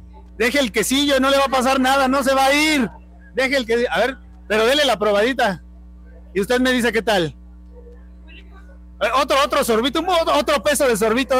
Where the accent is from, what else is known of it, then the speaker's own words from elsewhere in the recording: Puebla, Mexico; un orgullo y una tradición en nuestro estado de Puebla